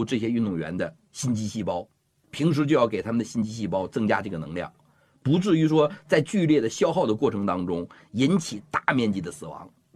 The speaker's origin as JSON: {"language": "Chinese", "region": "Northeast China", "country": "China", "accent": "Northeastern", "said": "用咱们东北话讲"}